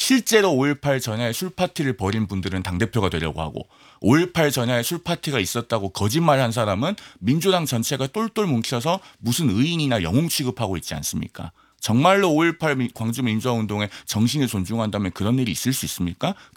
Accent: Honam, South Korea; 제가 호남 출신이기 때문에

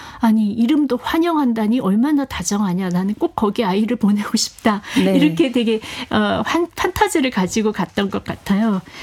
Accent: South Korea; moved away as an adult; now in Germany; 다른 한국인 뭐 유학생 이주자들이 지하철이나 거리에서 공격을 당하는 사례들이 곧잘 이렇게 이제 나왔기 때문에 저도 밖에 나갈 때는 검은 머리를 보이지 않도록

